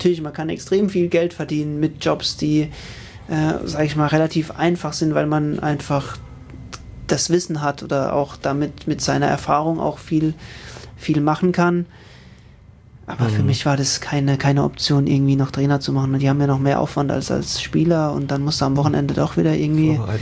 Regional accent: Rhineland-Palatinate, Germany

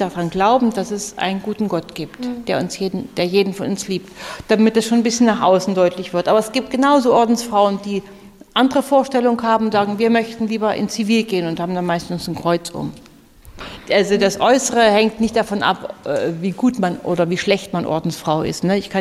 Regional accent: Nordhausen, Thuringia, Germany; Ich habe noch 3 Brüder und ich bin in Nordhausen groß geworden, hier in Thüringen, am Fuße des Harzes. Meine Eltern waren katholisch.

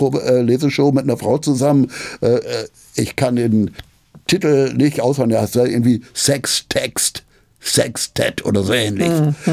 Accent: Osnabrück, Lower Saxony, Germany; now in Berlin, Germany; Also ich bin 72 nach West-Berlin gekommen. 72, ja. Das heißt, ich bin länger Berliner als die meisten Berliner, die hier heutzutage leben. Aber ich bin halt dadurch kein Ur-Berliner. Ich komme ursprünglich aus Osnabrück.

